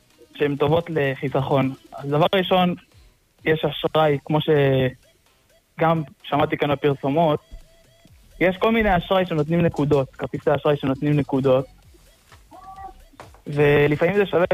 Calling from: Bnei Brak, Tel Aviv District, Israel; אני מבני ברק.

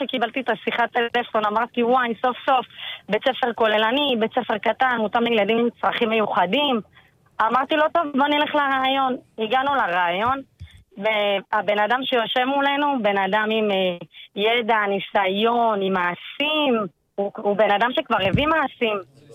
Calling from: Beit Shemesh, Jerusalem District, Israel

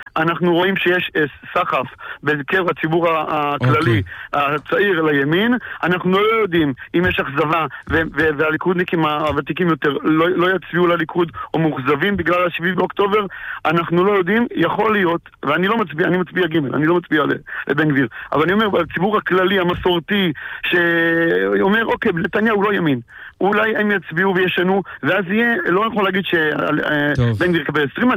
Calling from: Ramat Gan, Tel Aviv District, Israel; אני מרמת גן.

